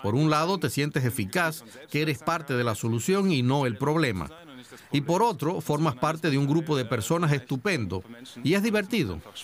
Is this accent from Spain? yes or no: no; Netherlands; Soy de Holanda, nací allí y nunca vi esto. Recuerdo que hace 20 años, cuando había basura cerca de mi escuela, El ayuntamiento colocaba contenedores enormes.